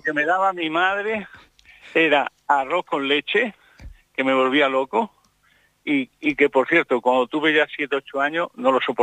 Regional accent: Jaén, Andalusia, Spain; also born or lived in Seville; now in Madrid, Spain; En un patio de Jaén, que es donde yo me crié.

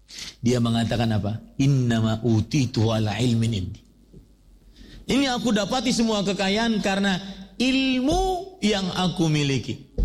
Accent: Banjarmasin, South Kalimantan, Indonesia; terutama di kota saya di Banjarmasin, kebab, usaha kebab gitu ya.

